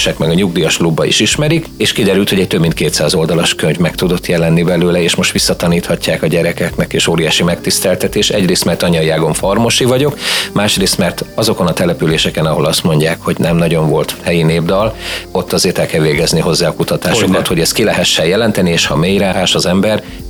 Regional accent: Pest, Hungary; nekem nagyon fontos feladat volt, hogy a Tápiómente szülőföldem 21 települését kutassam újra.

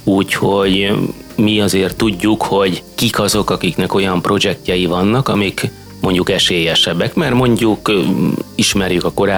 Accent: Cegléd, Pest, Hungary; Cegléden kívül, ami szülővárosom, és itt lakom

